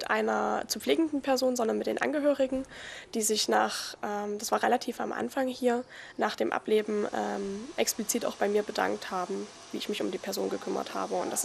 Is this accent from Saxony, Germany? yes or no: yes; Krandorf, Saxony, Germany; now in Leipzig, Germany; Also Krandorf ist halt meine Heimat. Hier gehöre ich hin und hier komme ich auch immer wieder gerne her. Auch wenn Leipzig wunderschön ist.